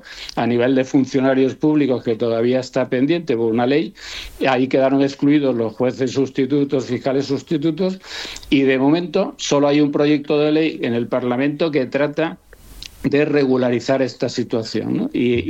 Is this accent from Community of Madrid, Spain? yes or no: no; Canary Islands, Spain; born there; pero es verdad que yo nací en Canarias y en Canarias